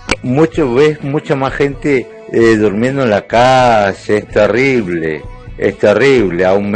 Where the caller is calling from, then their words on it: Paso de los Libres, Corrientes, Argentina; de Paso de los Libres Corrientes.